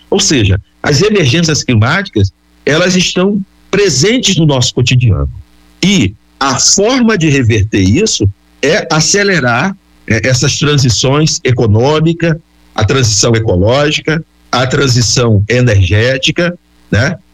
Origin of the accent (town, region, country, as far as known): Altamira, Pará, Brazil; born or raised there